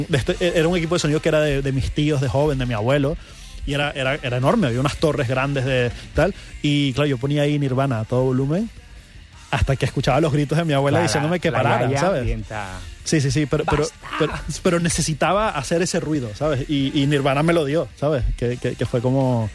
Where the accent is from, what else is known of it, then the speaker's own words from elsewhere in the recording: Barquisimeto, Lara, Venezuela; also born or lived in Caracas; Claro, porque yo entré en un colegio en cuarto grado, porque me fui de Caracas a Barquisimeto. Llegué a un colegio donde todo el mundo ya se conocía, yo era el extraño.